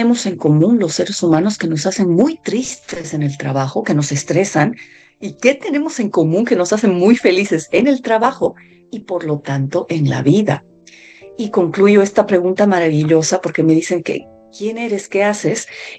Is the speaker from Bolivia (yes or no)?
yes; Bolivia; moved away as an adult; now in Hawaii, United States; soy boliviana, resido en Hawái desde, van a ser 7 años ya